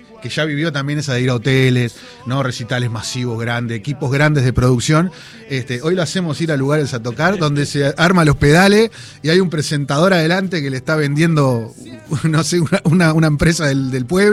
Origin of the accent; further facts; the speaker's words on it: Uruguay; Nosotros somos músicos uruguayos que estamos en un lugar